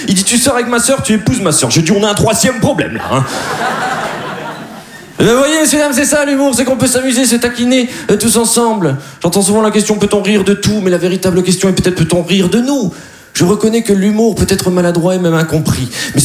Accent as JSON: {"language": "French", "town": "Dunkirk", "region": "Hauts-de-France", "country": "France", "said": "Et ben moi, je suis de Dunkerque."}